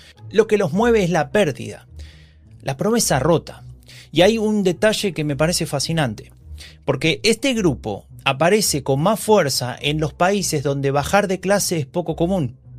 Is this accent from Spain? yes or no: no; Argentina; moved away; En Argentina, de donde vengo